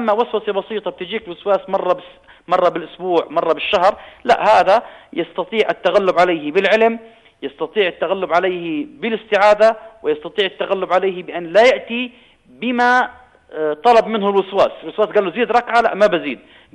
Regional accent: Jordan; في بلدنا الأردن

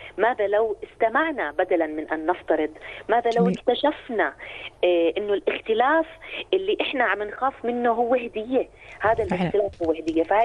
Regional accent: Jordan; معنا تجربة أردنية حاملينها بقلوبنا حتى نمثل بلدنا الأردن في مصر الحبيبة

